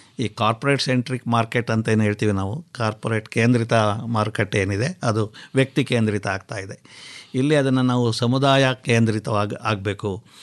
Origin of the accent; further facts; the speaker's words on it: Mandya district, Karnataka, India; ನಾವು ಮಂಡ್ಯ ಜಿಲ್ಲೆಯವರೇ, ಅಲ್ಲಿ ನಮ್ಮ ಬೋರ್ಡಲ್ಲಿರುವಂಥವರೆಲ್ಲ ಸಾಕ ಎಲ್ಲರೂ ಮಂಡ್ಯ ಜಿಲ್ಲೆಯಲ್ಲೇ ಇದ್ದೀವಿ, ಅಲ್ಲೇ ಕೆಲಸ ಮಾಡ್ತಾ ಇದ್ದೀವಿ.